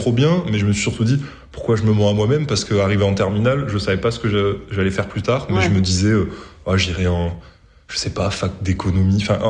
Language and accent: French; Montpellier, Occitanie, France; born or raised there